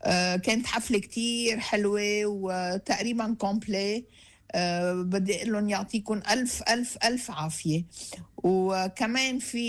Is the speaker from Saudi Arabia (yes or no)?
no; South Lebanon, Lebanon; اكيد قلبنا عم بينوجع، وانا بنت جنوبية وانا ضيعتي راحت